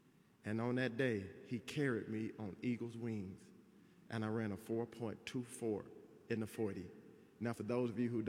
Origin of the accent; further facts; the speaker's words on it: Texas, United States; I'm from Texas. It would have been an easy deal.